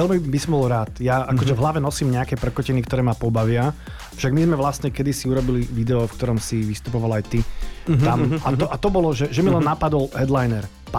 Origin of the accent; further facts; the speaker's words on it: Poprad, Prešov Region, Slovakia; ja som vyrastal v Poprade